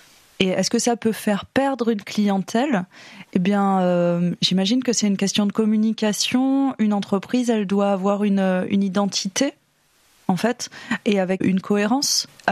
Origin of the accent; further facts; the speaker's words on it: Glanges, Nouvelle-Aquitaine, France; Donc moi je suis de Glange, donc de la communauté de communes Briens-Sud-Haute-Vienne